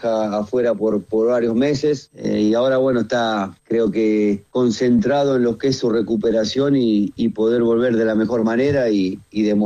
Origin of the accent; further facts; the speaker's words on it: Argentina; Después, como argentino, me pone muy, muy contento que sea el capitán.